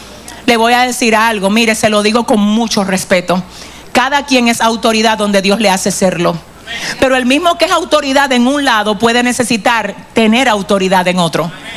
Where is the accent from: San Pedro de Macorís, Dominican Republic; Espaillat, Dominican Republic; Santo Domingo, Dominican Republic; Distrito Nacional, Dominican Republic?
Santo Domingo, Dominican Republic; Sabana Perdida; yo vengo de Sabana Perdida a la ciudad